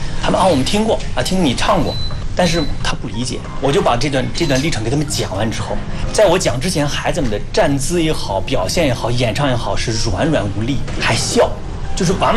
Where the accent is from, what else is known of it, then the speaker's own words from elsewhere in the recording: China; 我们中国人